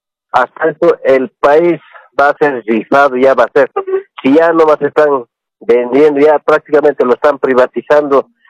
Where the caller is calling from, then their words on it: Cochabamba, Bolivia; de Cochabamba.